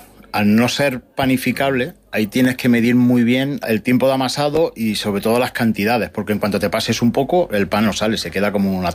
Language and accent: Spanish; Villena, Valencian Community, Spain; somos de Villena